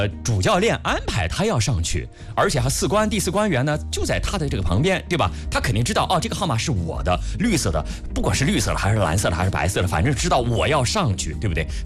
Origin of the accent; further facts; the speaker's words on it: Shijiazhuang, Hebei, China; 咱们石家庄人说一说